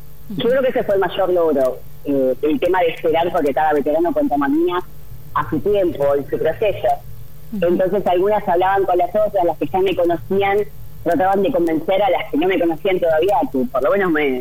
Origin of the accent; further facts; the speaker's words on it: Río Gallegos, Santa Cruz, Argentina; born there; porque las Malvinas están en línea recta enfrente de Gallegos, es donde yo nací.